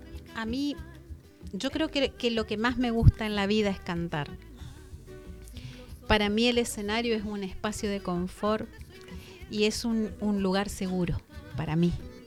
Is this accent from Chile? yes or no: no; Reconquista, Santa Fe, Argentina; Extraño mi tierra, extraño mi gente. Por eso vivo en Reconquista.